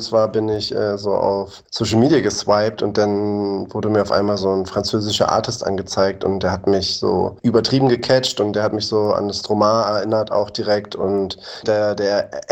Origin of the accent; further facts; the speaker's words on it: Berlin, Germany; born or raised there